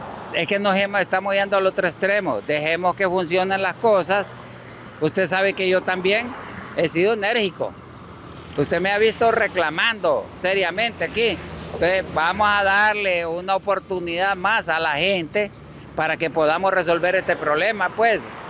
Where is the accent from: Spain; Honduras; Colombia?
Honduras; Somos nosotros los hondureños